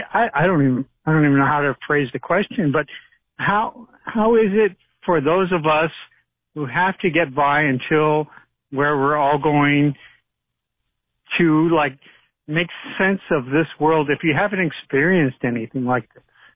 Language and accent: English; Sedona, Arizona, United States; And well, I grew up in Sedona, Arizona.